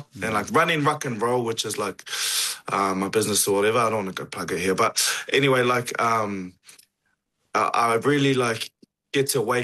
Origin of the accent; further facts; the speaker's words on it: New Zealand; Like, bro, even sometimes I'm hoping Tonga gets upset against Kiwi, and I'm Kiwi.